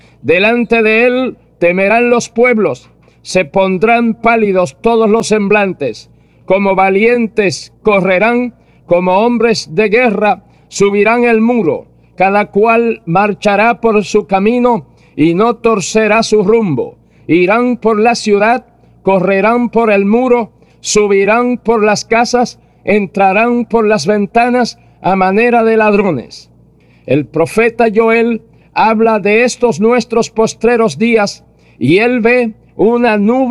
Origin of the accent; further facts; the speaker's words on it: Puerto Rico; also born or lived in Cuba; Mi esposa y este servidor, que somos de aquí, de Puerto Rico, estuvimos como misioneros en Cuba por espacio de casi 17 años.